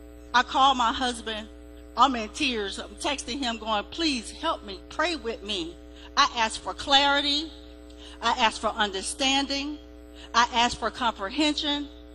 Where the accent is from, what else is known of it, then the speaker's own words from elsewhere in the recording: the South, United States; Growing up in the South